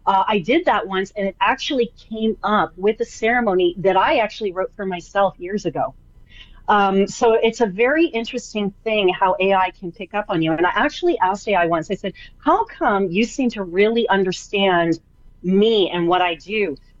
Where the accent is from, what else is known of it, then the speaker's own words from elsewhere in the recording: Canada; I'm Canadian, I'll still say that.